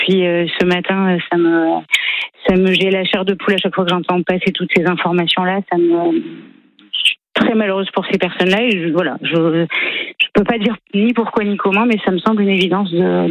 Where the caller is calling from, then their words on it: Tartas, Nouvelle-Aquitaine, France; je suis sur Tartas.